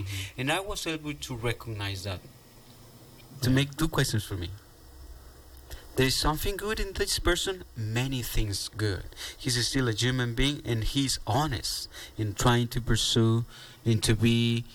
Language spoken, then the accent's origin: English; Tepatitlán, Jalisco, Mexico; I was born and raised in Tepatitlan, Jalisco, Mexico. In Mexico, that lands are lands of martyrs, many martyrs in there, and our faith is people is very religious. 99% is Catholic.